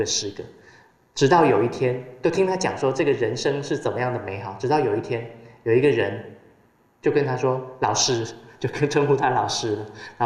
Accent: Taiwan; 我们都会讲台语

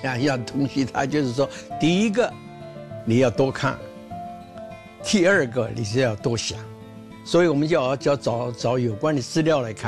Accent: Nanjing, Jiangsu, China; 我们三个都是南京人

